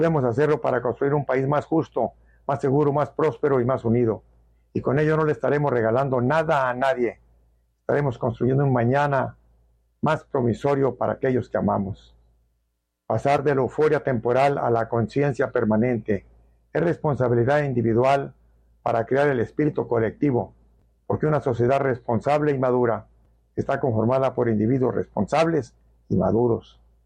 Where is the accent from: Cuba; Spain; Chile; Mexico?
Mexico; Antes que cualquier otra cosa, somos mexicanos.